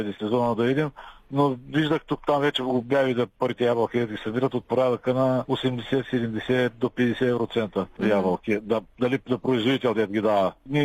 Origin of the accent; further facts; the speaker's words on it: Northeast Bulgaria, Bulgaria; понеже съм от Северо-Источна България и там имам си хора